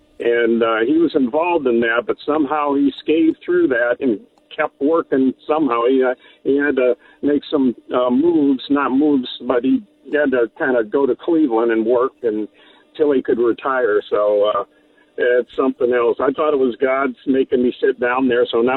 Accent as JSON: {"language": "English", "country": "Ireland", "said": "I do know, Chris, because I am Irish."}